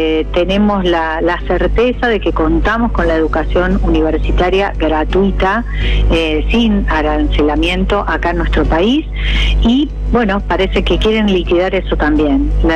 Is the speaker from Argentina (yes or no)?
yes; Argentina